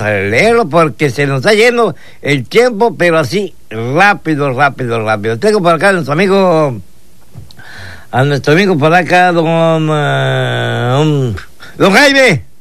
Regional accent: Comitán de Domínguez, Chiapas, Mexico; y yo soy de Comitán, de Domínguez, Comitán Domínguez, Chiapas.

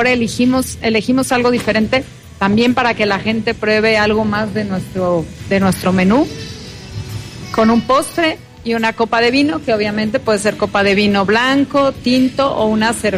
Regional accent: Mexico

